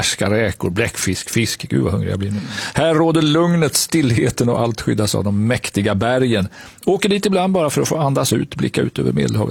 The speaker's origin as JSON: {"language": "Swedish", "town": "Malmö", "region": "Skåne", "country": "Sweden", "tie": "born there", "said": "Jag är född i Malmö faktiskt."}